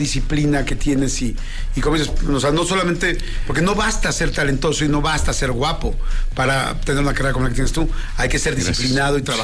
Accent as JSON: {"language": "Spanish", "region": "Mexico City", "country": "Mexico", "said": "yo soy de la Ciudad de México"}